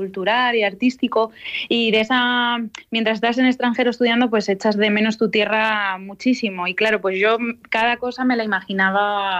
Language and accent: Spanish; Villarrobledo, Castilla-La Mancha, Spain; also born or lived in Madrid; Yo soy de Villarrobledo